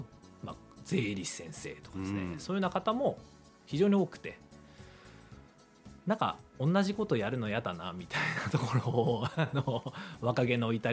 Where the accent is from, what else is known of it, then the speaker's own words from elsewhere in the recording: Otaru, Hokkaido, Japan; 私は北海道の小樽市出身なんですね